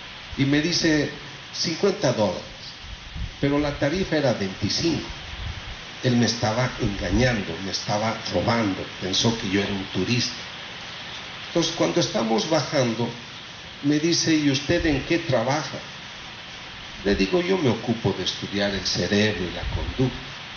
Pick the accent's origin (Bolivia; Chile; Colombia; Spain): Bolivia; en mi país, pero yo no estoy mucho en mi país, en Bolivia